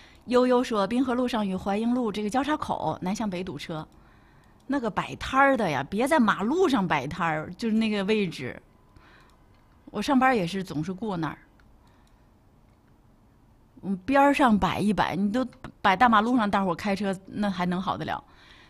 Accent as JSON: {"language": "Chinese", "region": "Northeast China", "country": "China", "said": "包括咱们东北话有很多都是这样的"}